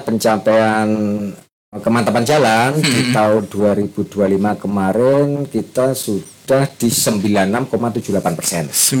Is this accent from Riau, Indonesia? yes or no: no; Ngawi, East Java, Indonesia; Saya memang asli Ngawi, tapi kerja di PUPR dari tahun 2003.